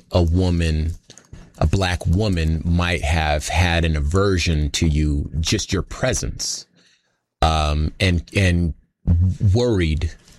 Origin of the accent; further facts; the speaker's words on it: Compton, California, United States; I've lived a life that I, you know, I'm from Compton.